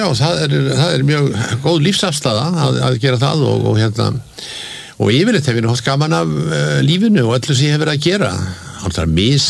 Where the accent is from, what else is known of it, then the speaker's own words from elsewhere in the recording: Reykjavík, Capital Region, Iceland; Já, ég sko alveg upp í Laugarneskverfinu og, og, og hérna bjóð þar þegar ég var ungur maður og, og ég man eftir mér þar fyrst í Sigtúni 35.